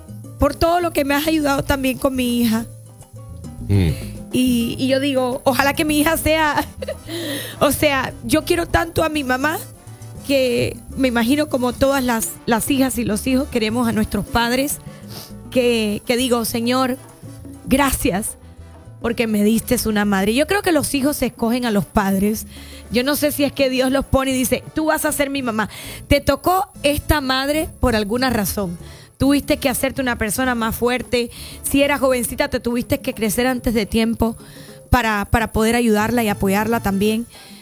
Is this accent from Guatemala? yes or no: no; Cuba; now in Miami, United States; Mi mamá, mi hermana y yo nos quedamos solitas en Cuba.